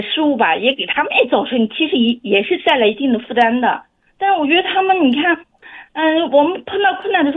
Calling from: Xinjiang, China

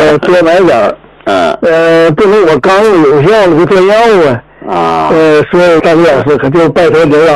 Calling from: Shenyang, Liaoning, China; 今年呢75岁了

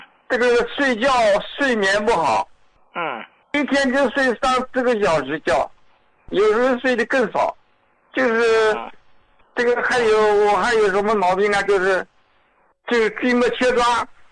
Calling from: Nanjing, Jiangsu, China; 你好，胡老，我是南京的胡家老高的受用者。

